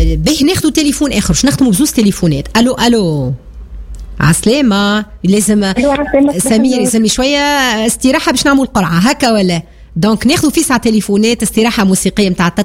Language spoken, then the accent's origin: Arabic; Sfax, Sfax Governorate, Tunisia; معناتها احنا هيك هو معناتها لهجتنا سفاقسيه ومعروفه وعندنا ميزه